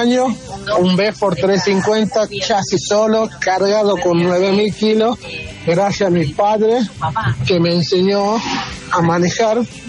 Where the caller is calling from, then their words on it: Tucumán, Argentina; de Tucumán